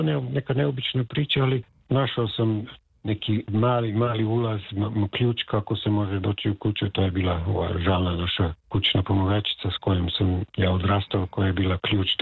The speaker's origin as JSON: {"language": "Croatian", "town": "Murska Sobota", "region": "Mura", "country": "Slovenia", "tie": "born or raised there", "said": "u Murskoj Soboti, u mom rodnom gradu"}